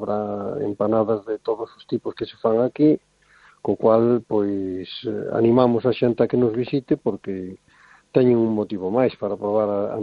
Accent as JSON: {"language": "Galician", "region": "Galicia", "country": "Spain", "said": "pois, é o típico de Galicia, e o que somos os galegos, non? Comer, beber, festa, rachada, e hasta que o corpo aguante."}